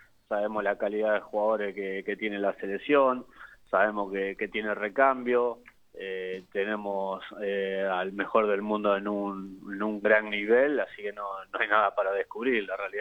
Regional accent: Argentina; sabemos la ilusión que tenemos todos los argentinos.

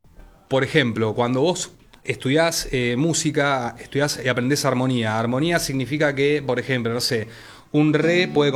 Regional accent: Buenos Aires, Argentina; yo soy porteño.

